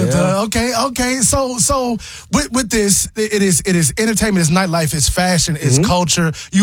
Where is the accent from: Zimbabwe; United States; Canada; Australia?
United States; Chicago, Illinois; now in Nashville, United States; my hometown